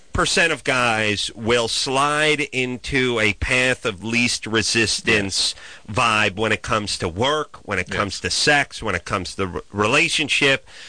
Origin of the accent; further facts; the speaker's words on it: Los Angeles, California, United States; I grew up in L.A. I always liked the Rams coming from L.A.